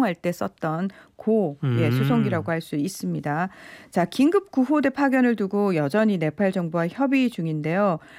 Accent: South Korea; 한국 사람으로서 기분이 나빴던 게요.

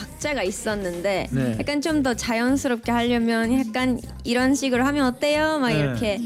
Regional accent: Japan; Korean is a second language; moved away; 일본에서 왔어요.

